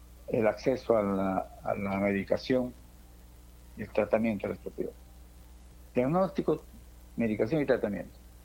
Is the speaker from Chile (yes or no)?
no; San Martín, Peru; yo soy de San Martín, también acá soy de Tabolosos